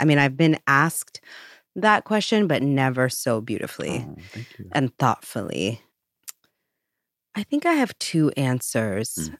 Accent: New York, United States; I think one of the biggest gifts for me growing up on Pugsley Avenue was that pool in the center of Jamie Towers.

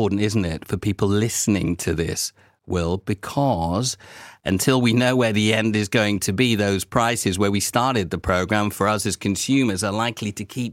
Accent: India; because, you know, being Indian, got family across the world, in the US later this year

